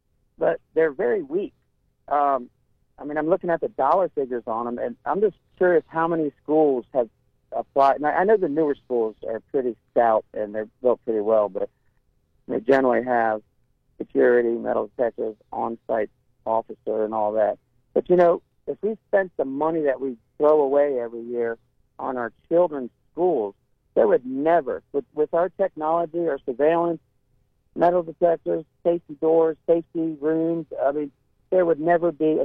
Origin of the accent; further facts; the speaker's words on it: Virginia, United States; moved away; I grew up in Virginia. I used to go to Norfolk State.